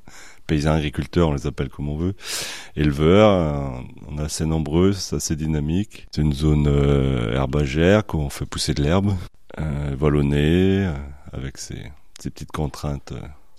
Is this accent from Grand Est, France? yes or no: no; Périgneux, Auvergne-Rhône-Alpes, France; Oui, je suis originaire de Périgneux. Je suis né sur Périgneux. Mes parents avaient déjà une ferme que j'ai reprise en 2000.